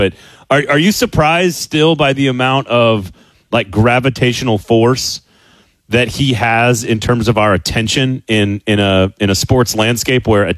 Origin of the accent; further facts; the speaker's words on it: United States; As an American, I am personally embarrassed.